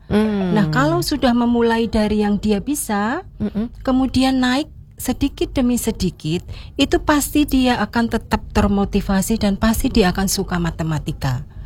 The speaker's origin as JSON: {"language": "Indonesian", "town": "Bantul", "region": "Special Region of Yogyakarta", "country": "Indonesia", "said": "saya orang Bantul biasa ya"}